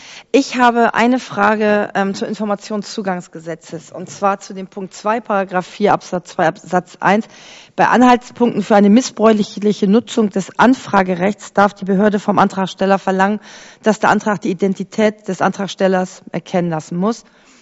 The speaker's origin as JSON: {"language": "German", "town": "Quickborn", "region": "Schleswig-Holstein", "country": "Germany", "tie": "born or raised there", "said": "Ich kann da so ein Lied singen aus meiner Heimatstadt Quickborn."}